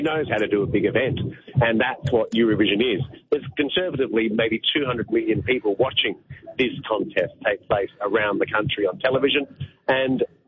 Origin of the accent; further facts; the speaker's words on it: Perth, Western Australia, Australia; Well, I'm an Aussie boy, grown up in Perth, and was lucky enough to be working in radio in Dublin in Ireland